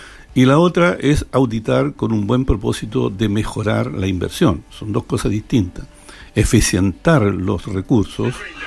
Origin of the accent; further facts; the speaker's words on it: Chile; estamos en Chile, somos chilenos.